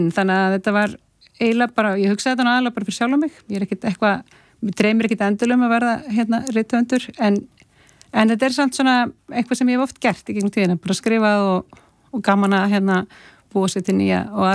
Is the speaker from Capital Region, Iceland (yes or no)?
no; Westfjords, Iceland; kannski líka sveitastelpan í mér að hérna ég er alveg upp í Trygglsvík og Ströndum